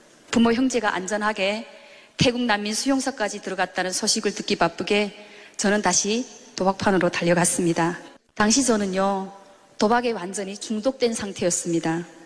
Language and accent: Korean; North Korea; moved away; also born or lived in China; 저도 같은 탈북민이고